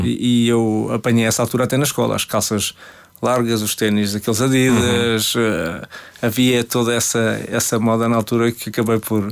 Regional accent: Negrais, Lisbon, Portugal; born there; also born or lived in Loures; eu saí de Negrais e tive que ir, eu andava numa escola em Pedro Pinheiro Montelavar, que era a secundária, foi só o quinto ano. Depois tive que me mudar para Loures, que já era uma cidade.

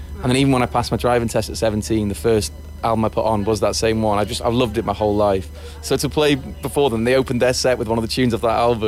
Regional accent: Wrexham, Wales, United Kingdom; this guy found out I was from Wrexham and ended up buying me a pint, being like, oh my God, he's from Wrexham. And it's so strange to me. You know, it's a tiny little town.

